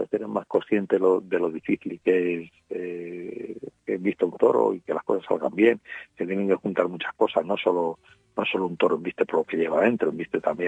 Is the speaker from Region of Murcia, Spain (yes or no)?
no; Salamanca, Castile and León, Spain; also born or lived in Fuenlabrada; Bueno, yo nací en Fuenlabrada, pero y me crié en Fuenlabrada, pero pasé aquí en Salamanca desde